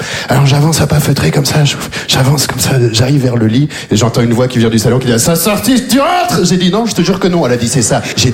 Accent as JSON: {"language": "French", "country": "Belgium", "tie": "born or raised there", "said": "Je viens de Belgique, je suis arrivé en Belgique quand j'avais 3 ans. J'ai vécu toute ma vie là-bas."}